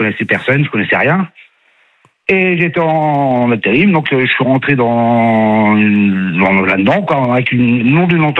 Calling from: Saint-Martin-de-Fontenay, Normandy, France; De Caen, de Saint-Martin-de-Fontenay, juste à côté de Caen

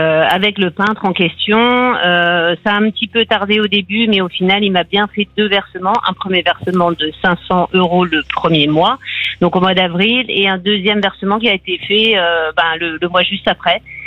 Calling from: Gouesnach, Brittany, France; Là, je suis à Quimper. J'habite à Gouesnard. Là, cette fois-ci, je le dis bien à Gouesnard, mais là, je suis à mon travail à Quimper actuellement.

